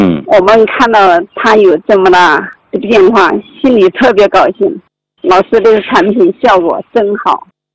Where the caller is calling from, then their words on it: Guangzhou, Guangdong, China; 我是来自广东广州地区的，